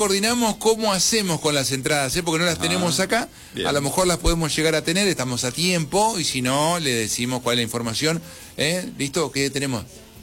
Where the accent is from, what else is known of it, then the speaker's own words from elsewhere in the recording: Argentina; Como argentino le digo esto